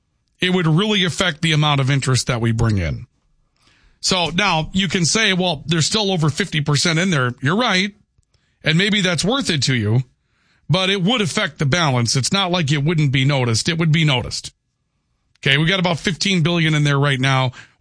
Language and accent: English; Valley City, North Dakota, United States; I've always told people since I'm from Valley City that I want to be buried upside down in Jamestown.